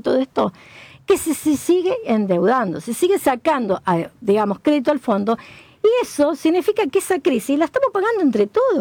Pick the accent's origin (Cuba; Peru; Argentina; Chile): Argentina; Bueno, ahora te voy a decir algo. Tenemos, somos argentinos.